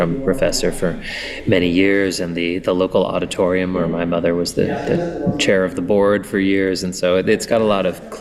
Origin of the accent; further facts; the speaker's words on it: Brandon, Manitoba, Canada; moved away; it's in my hometown of Brandon, Manitoba